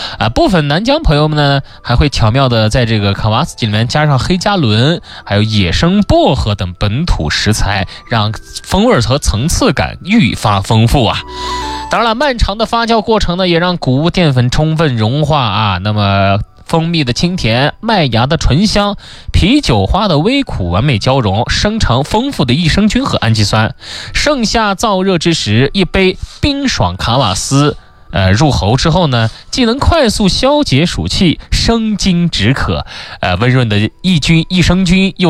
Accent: Xinjiang, China

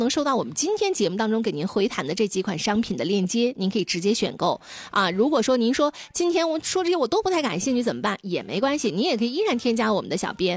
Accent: Northeast China, China; 我们东北人对这个蚕蛹的喜爱真的是方方面面

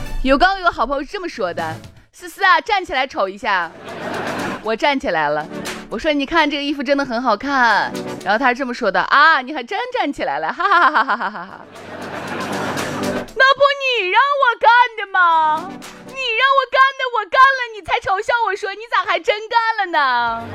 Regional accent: Shaanxi, China

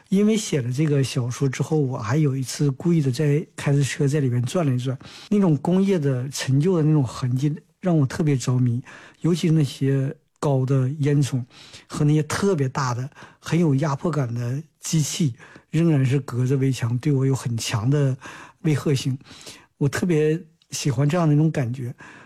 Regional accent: Northeast China, China; accent: Northeastern (Dongbei); moved away; 我上学或者是工作，跟很多东北人一样，就极力的逃脱于我的家乡东北，到希望一个更加能够体现自己价值的地方去。

